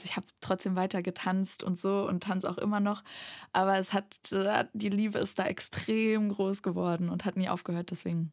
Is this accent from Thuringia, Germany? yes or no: yes; Erfurt, Thuringia, Germany; also born or lived in Weimar; Also ich bin in Weimar geboren, bin aber in Erfurt groß geworden.